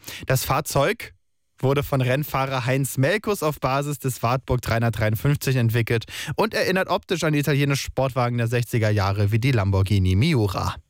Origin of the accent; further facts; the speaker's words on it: Hamburg, Germany; für mich als Hamburger ganz, ja, sehr angenehm